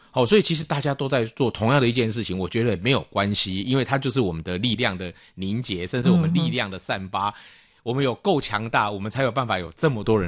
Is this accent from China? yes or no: no; Taiwan; 我们台湾人